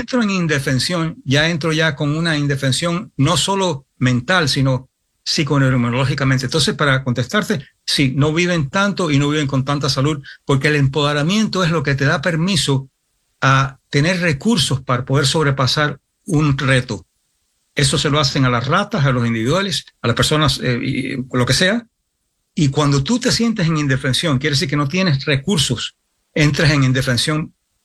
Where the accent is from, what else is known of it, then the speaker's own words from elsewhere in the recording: New York, United States; now in Spain?; Cuando yo me crié en Nueva York y vivía en un barrio donde no había muchos hispanos, mi familia es de España, pero hispanos, hispanos.